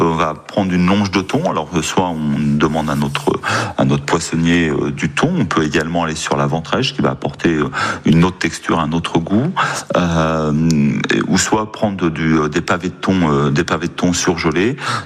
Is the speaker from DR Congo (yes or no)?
no; Tours, Centre-Val de Loire, France; now in Marseille, France; Tout à fait, je suis tourangeau, plus que de cœur, de racine.